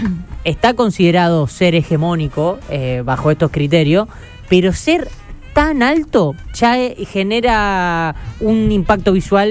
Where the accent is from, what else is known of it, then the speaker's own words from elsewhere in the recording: Argentina; Nosotros, como argentinos